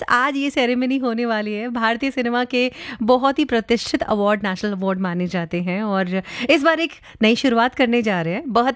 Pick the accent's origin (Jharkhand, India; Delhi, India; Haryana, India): Delhi, India; कोई गल नहीं है जी, हम बड़े खुश हैं क्योंकि तभी तो हम दिल्ली वाले हैं।